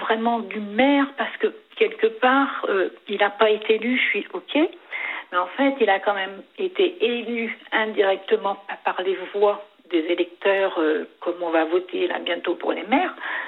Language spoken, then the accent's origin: French; Brittany, France; moved away; je suis originaire des Côtes d'Armor aussi